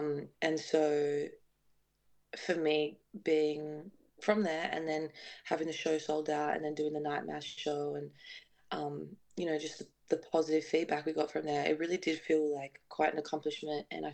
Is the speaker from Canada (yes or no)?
no; Tasmania, Australia; honestly privileged to be able to come from a place that supports me so much, especially growing up in Tassie.